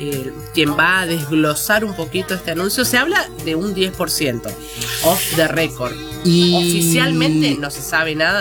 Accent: Pampas, Argentina; yo vengo de zona más pampeana

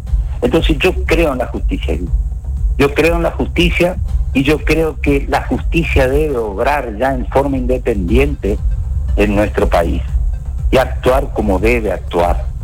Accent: Castelli, Argentina; Yo soy ciudadano de Castelli.

